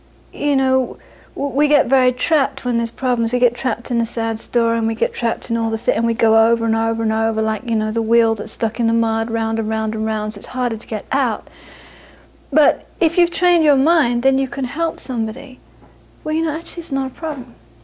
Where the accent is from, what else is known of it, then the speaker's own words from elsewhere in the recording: India; because I'm coming from India